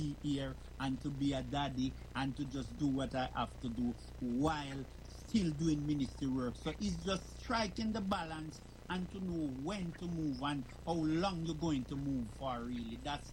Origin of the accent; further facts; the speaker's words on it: Jamaica; accent: patwa; first language Jamaican Patois; English is a second language; now in England; me come from country, my patwa deeper than for everybody else.